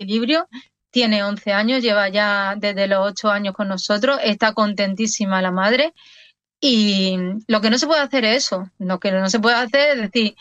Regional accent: Seville, Andalusia, Spain; porque yo soy de origen sevillano.

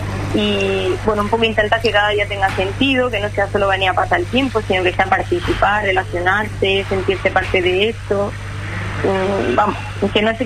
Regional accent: Balanegra, Andalusia, Spain; Yo es que estoy de Bala Negra.

